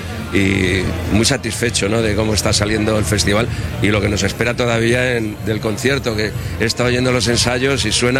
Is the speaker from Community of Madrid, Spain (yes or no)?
yes; Madrid, Community of Madrid, Spain; born there; also born or lived in Úbeda; yo he nacido en Úbeda y que, a pesar de que he vivido toda mi vida prácticamente en Madrid, en mi corazón yo me siento ubetense, ¿no? Siempre lo llevo a gala. Cuando alguien me pregunta de dónde soy, digo de Úbeda, no digo de Madrid.